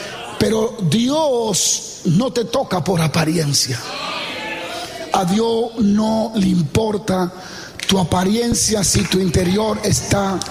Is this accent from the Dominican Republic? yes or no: yes; Dominican Republic